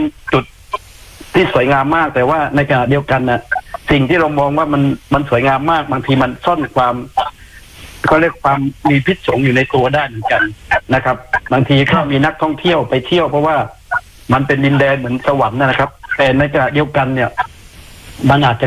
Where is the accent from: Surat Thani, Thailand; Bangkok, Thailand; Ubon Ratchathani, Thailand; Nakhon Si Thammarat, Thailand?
Nakhon Si Thammarat, Thailand; born there; ผมเกิดนครนะครับ